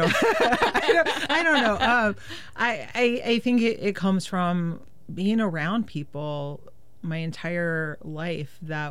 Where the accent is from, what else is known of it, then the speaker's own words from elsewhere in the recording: Silverton, Oregon, United States; now in Portland, United States; when I was growing up in Silverton, neighbors talked to neighbors.